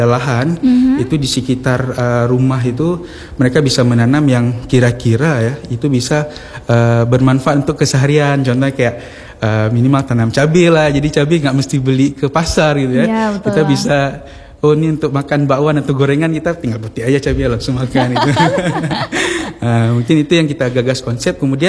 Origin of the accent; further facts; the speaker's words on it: Aceh, Indonesia; kita Aceh ini